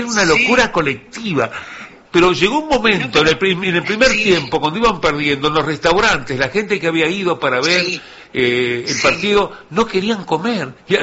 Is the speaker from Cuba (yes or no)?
no; Uruguay; yo no soy argentino, soy orgullosamente uruguayo